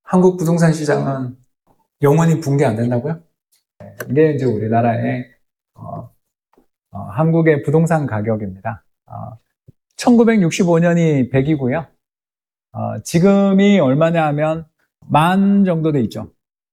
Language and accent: Korean; Daegu, South Korea; 제가 대구 사람입니다. 대구하고도 대구 남구 대명동에 사는데요.